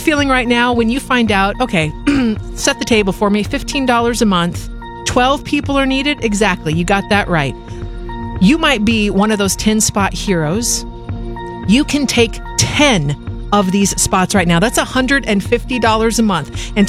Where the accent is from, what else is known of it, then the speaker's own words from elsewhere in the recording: Boring, Oregon, United States; I'm from Boring, Oregon.